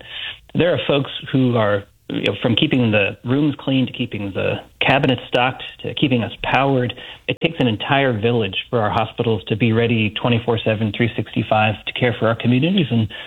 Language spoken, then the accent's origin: English; North Carolina, United States; I come from Carolina